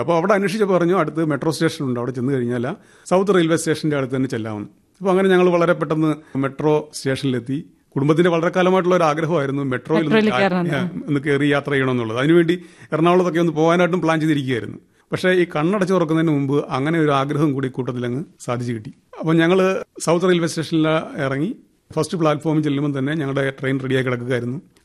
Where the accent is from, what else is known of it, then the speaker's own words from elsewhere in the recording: Evoor, Kerala, India; എന്റെ സ്വദേശം ഏവൂരാണ്. കായംകുളത്തിന് 7 കിലോമീറ്റർ വടക്കുമാറിയാണ് സ്ഥലം.